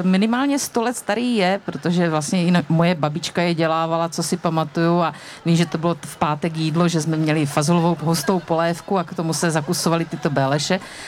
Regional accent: Moravský Písek, South Moravian Region, Czechia; Z Moravského Písku.

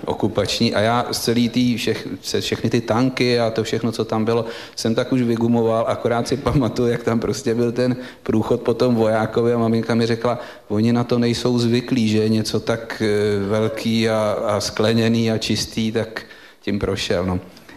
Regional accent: Prague, Czechia; Tak já mám vztah pěkný, protože jsem rodák z Dlouhé Třídy, takže jsme to tam neměli daleko

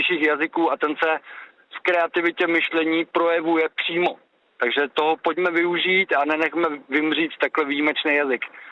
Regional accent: Prachatice, South Bohemian Region, Czechia; Já jsem z Prachatická.

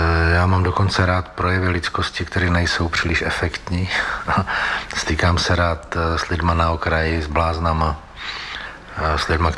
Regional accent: Holice, Pardubice Region, Czechia; Já jsem se narodil v Holicích v Čechách

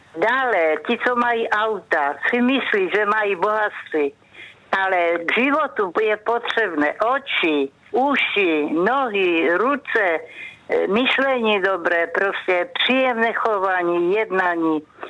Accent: Krnov, Moravian-Silesian Region, Czechia; now in Havířov, Czech Republic; z Havířova, rodačka z Krnova

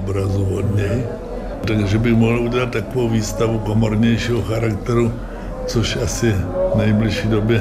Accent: Vizovice, Zlín Region, Czechia; já jsem z Vizovic, což je 14 km od Zlína

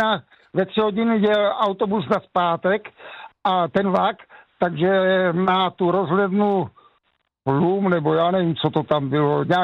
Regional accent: Náklo, Olomouc Region, Czechia; now in Šternberk, Czech Republic; kdy jsem se odstěhoval z Nákla, jako z té vesnice do Štemberka, než jsme postavili dům

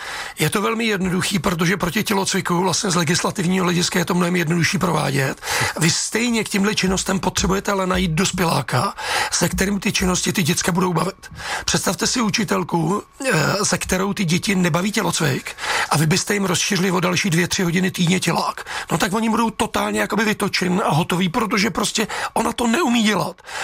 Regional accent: Příbram, Central Bohemian Region, Czechia; já jsem příbramák, jsem z Brd

